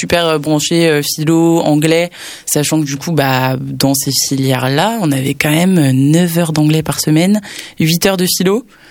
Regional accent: Nantes, Pays de la Loire, France; moved away; Je viens de Nantes

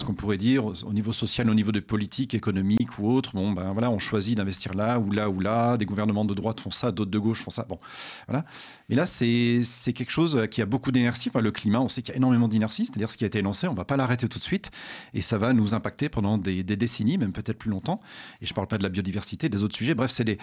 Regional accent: Clermont-Ferrand, Auvergne-Rhône-Alpes, France; born there; also born or lived in Lyon / Paris; Moi, je suis auvergnat, je suis né à Clermont, j'ai fait certes des études à Lyon et à Paris, je suis revenu à Clermont.

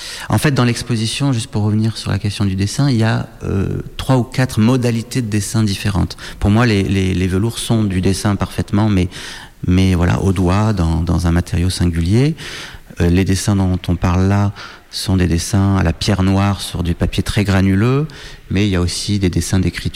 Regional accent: Aix-en-Provence, Provence-Alpes-Côte d'Azur, France; born there; je suis né à Aix-en-Provence, j'ai voyagé mais pas plus que quelqu'un d'autre

